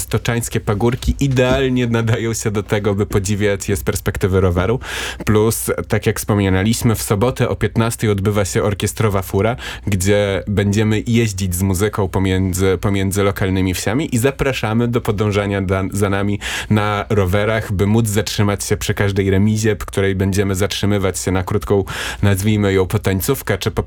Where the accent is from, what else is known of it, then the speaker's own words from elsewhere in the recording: Masovian Voivodeship, Poland; na tych pagórkach, których u nas na Mazowszu trochę brakuje